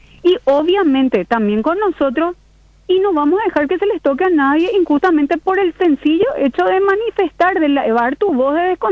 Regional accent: Paraguay; qué es lo que nosotros queremos como paraguayos?

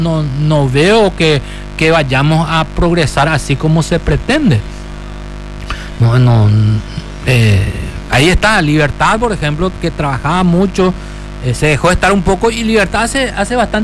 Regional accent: Paraguay; nosotros acá en Paraguay

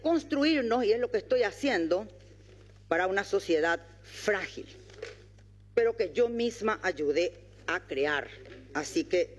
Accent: Paraguay; para eso soy paraguaya

